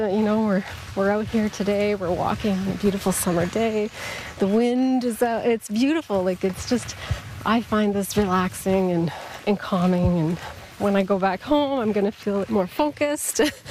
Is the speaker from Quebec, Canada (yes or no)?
yes; Ayer's Cliff, Quebec, Canada; I come from Ayers Cliff. I live in Ayers Cliff.